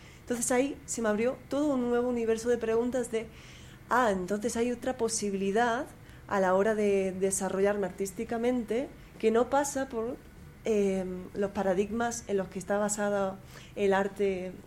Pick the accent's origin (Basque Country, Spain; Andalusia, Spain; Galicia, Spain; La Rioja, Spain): Andalusia, Spain; Granada; now in Catalonia, Spain; yo soy de Granada, que está al sur de España, en Andalucía, pero ahora mismo habito Cataluña